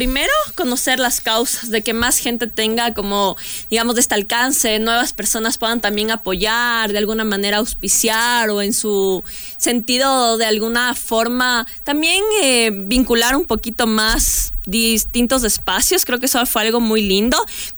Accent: Ecuador

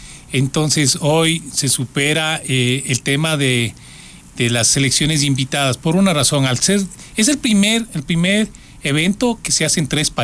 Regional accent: Ecuador; todos nosotros como ecuatorianos

